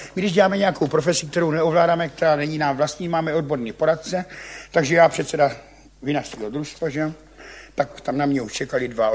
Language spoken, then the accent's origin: Czech; Ivančice, South Moravian Region, Czechia; jsem z Ivančic, ale nepiju.